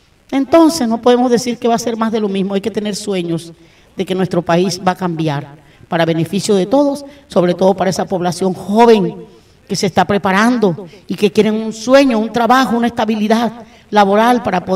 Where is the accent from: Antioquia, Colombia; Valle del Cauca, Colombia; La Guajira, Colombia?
La Guajira, Colombia; como guajira, como colombiana